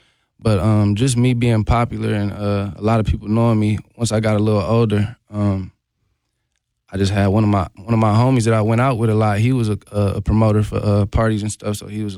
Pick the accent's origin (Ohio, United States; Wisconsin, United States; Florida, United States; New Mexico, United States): Wisconsin, United States; Milwaukee; also born or lived in California / Texas; I'm from Milwaukee. They're like, oh, I'm from Milwaukee. Or I know somebody from Milwaukee. So it was that was a dope experience. But I lived in California for a few years, lived in Texas for a few years. And then I've been back here for about 6 years now.